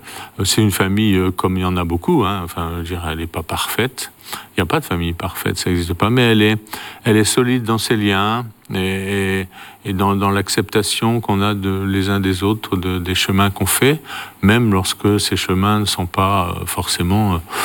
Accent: Cambrai, Hauts-de-France, France; also born or lived in Thiérache; now in Le Creusot, France; Oui, enfance à Cambrai.

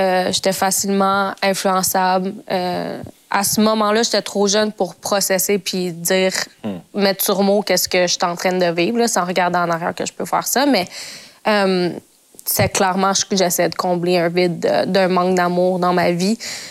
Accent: Montreal, Quebec, Canada; j'ai grandi à Montréal, puis mes parents immigrés au Québec.

